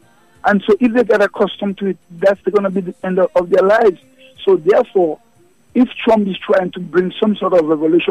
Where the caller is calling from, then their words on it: Dominica; I am from Scotland, man.